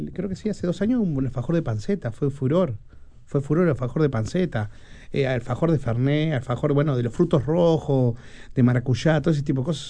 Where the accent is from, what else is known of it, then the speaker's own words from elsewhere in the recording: Mercedes, Soriano, Uruguay; yo soy de Mercedes